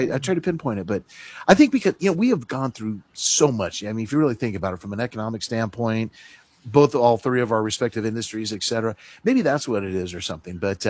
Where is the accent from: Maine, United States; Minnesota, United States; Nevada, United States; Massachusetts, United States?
Nevada, United States; Reno; I was raised in Reno